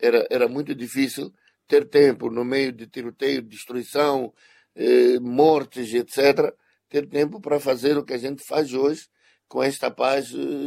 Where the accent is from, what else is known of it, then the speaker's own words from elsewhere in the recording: Mozambique; É por isso que somos moçambicanos.